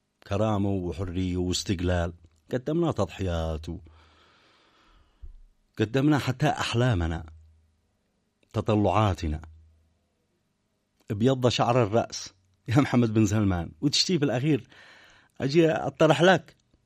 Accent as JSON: {"language": "Arabic", "country": "Yemen", "said": "على بلادنا اليمن"}